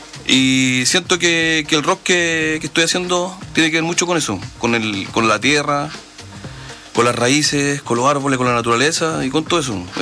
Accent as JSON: {"language": "Spanish", "town": "Santiago", "region": "Santiago Metropolitan Region", "country": "Chile", "lives_now": "Valdivia, Chile", "said": "yo soy de Santiago, pero cuando llegué a Valdivia me di cuenta que Valdivia es una ciudad muy hermosa"}